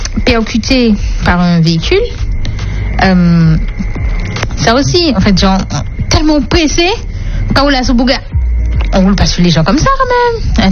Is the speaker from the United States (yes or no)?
no; Martinique; Oui, je suis une vraie Martiniquaise dans l'âme, le corps et l'esprit.